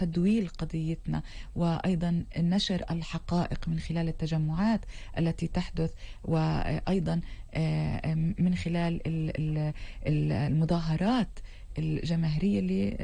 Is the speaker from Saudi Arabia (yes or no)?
no; Palestine; يتعامل معنا كفلسطينيين